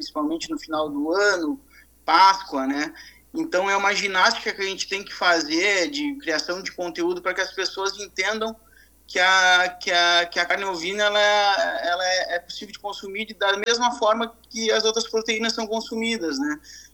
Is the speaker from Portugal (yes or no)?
no; Rio Grande do Sul, Brazil; nós aqui do Pampa Gaúcho